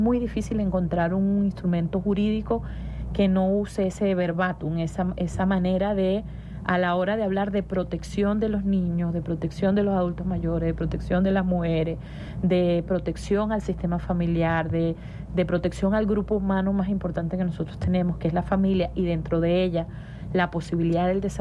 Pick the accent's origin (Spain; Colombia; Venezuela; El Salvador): Venezuela; lo amoroso que somos los venezolanos y las venezolanas